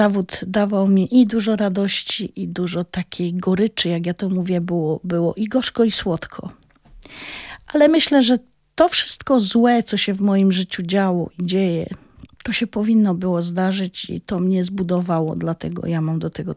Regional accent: Silesian Voivodeship, Poland; nigdy nie będę mówiła pięknie po polsku i ja się nie nadaję do teatru polskiego, będąc Ślązaczką.

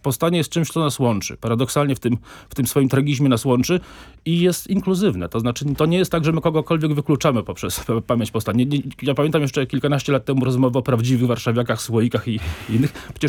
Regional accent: Warsaw, Masovian Voivodeship, Poland; mimo iż jesteśmy warszawiakami.

